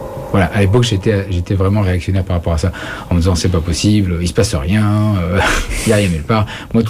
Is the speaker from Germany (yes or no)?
no; France; moi, je suis français, hein, j'ai eu mon bac, et je suis sorti de mon, entre guillemets, ce qu'on appelle un trou paumé